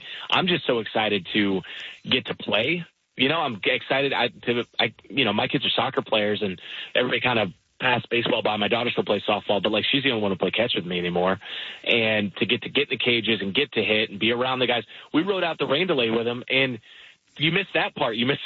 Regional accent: Mid-Atlantic, United States; I grew up in the Mid-Atlantic, so the only game in town

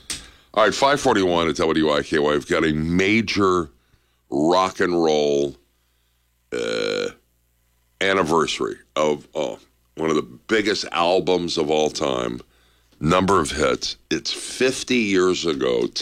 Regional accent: Deep South, United States; I grew up in the Deep South

